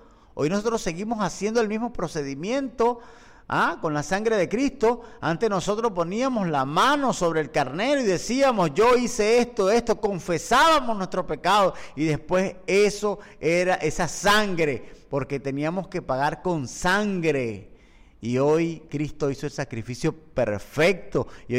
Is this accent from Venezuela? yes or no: yes; Venezuela; born there; moved away; Ella fue mi pastora en tiempos de mi adolescencia en Venezuela.